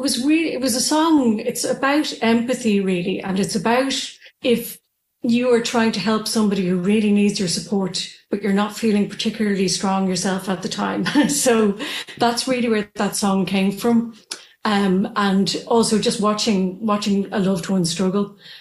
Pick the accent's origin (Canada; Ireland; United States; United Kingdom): Ireland; Dublin, Leinster; now in Maynooth, Ireland; Well, I'm from Dublin. I grew up in suburbia, Dublin suburbia, near the sea. I could actually see the sea from my house. And I now live in Maynooth, which is a few miles further away.